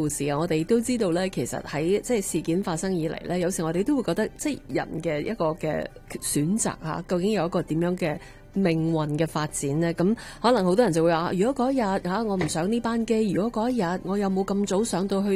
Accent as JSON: {"language": "Cantonese", "country": "Canada", "said": "我哋加拿大人同美国人好多即系话喺友谊上咧系好多互相支持嘅"}